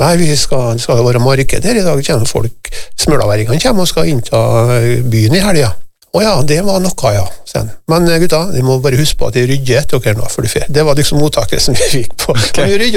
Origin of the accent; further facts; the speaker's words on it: Møre og Romsdal, Norway; vi er nordmøringer alle sammen